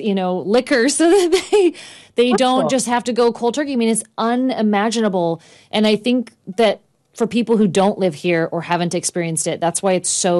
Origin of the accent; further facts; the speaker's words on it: California, United States; I grew up more in the middle of the state